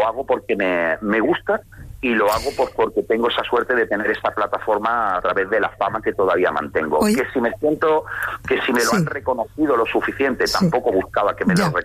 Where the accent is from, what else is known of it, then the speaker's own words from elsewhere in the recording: Nerja, Andalusia, Spain; born there; also born or lived in Germany; mi padre era catalán, mi madre alemana. Yo nací en Alemania y lo que sí tenemos el vínculo con Nerja porque parte de la familia de mi padre es de aquí, de Nerja.